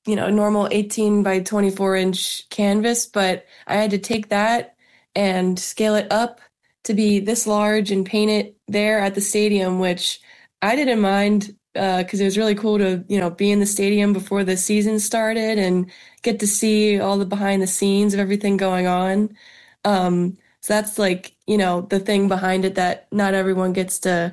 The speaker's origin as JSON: {"language": "English", "region": "Pennsylvania", "country": "United States", "tie": "born or raised there", "said": "Yeah, I grew up in the Philly suburbs, so always been a Phillies fan."}